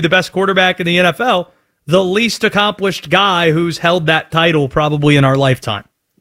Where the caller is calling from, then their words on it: Winston-Salem, North Carolina, United States; because I'm calling you from Winston-Salem, North Carolina.